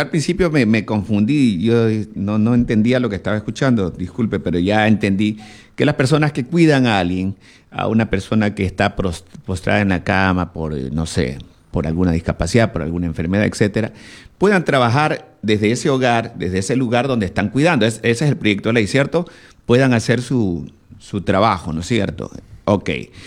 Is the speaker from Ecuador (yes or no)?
yes; Ecuador; es bueno para nosotros como ecuatorianos